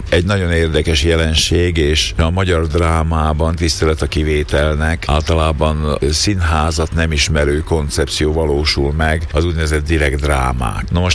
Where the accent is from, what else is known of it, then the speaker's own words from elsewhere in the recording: Šahy, Nitra Region, Slovakia; moved away; szülővárosom